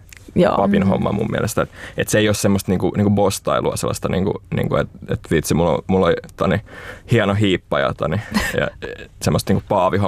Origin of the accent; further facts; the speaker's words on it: Espoo, Uusimaa, Finland; Mä oon Espoosta kotoisin. Ja kasvanut semmoisessa perheessä, jossa oli isä, äiti ja mulla on 4 pikkuveljeä.